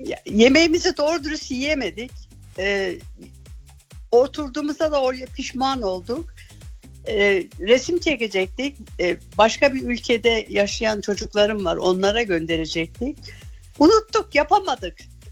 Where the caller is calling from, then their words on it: Berlin, Germany; Berlin'den, Zellendorf'tan.